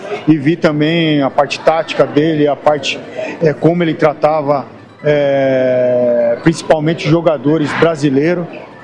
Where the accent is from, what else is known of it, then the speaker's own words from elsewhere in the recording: Cajamar, São Paulo, Brazil; Ele é de Caieiras, eu sou de Cajamar